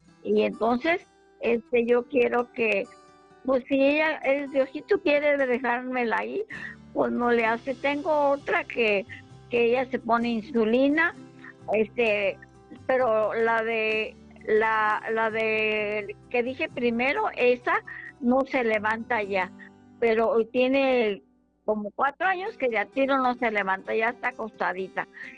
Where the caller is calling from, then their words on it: Morelia, Michoacán, Mexico; De aquí de Morelia, Michoacán.